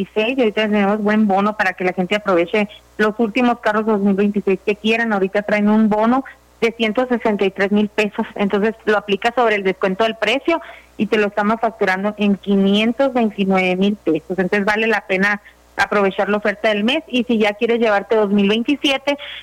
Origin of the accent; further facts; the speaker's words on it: Cananea, Sonora, Mexico; nos estamos apoyando entre las 3 vendedoras que somos de aquí de Cananea